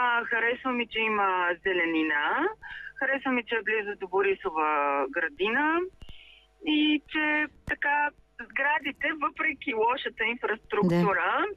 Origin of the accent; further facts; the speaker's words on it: Sofia, Sofia City, Bulgaria; От София съм, родена съм тук, тук живея. Много си харесвам града. Не бих се преместила на друго място.